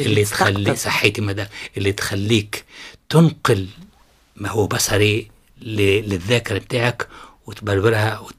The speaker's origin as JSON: {"language": "Arabic", "country": "Tunisia", "also_born_or_lived": "Baghdad, Iraq", "said": "انا تونسي الوحيد"}